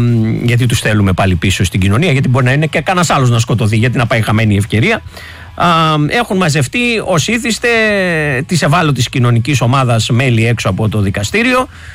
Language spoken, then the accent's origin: Greek; Greece